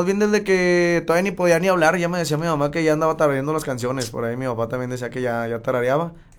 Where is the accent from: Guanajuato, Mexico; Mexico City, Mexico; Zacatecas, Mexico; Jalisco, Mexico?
Zacatecas, Mexico; Fresnillo; Yo soy originario del Tepetatillo, Fresnillo, Zacatecas, una comunidad, un rancho